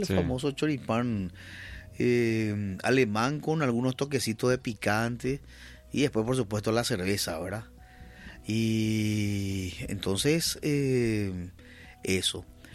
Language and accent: Spanish; Paraguay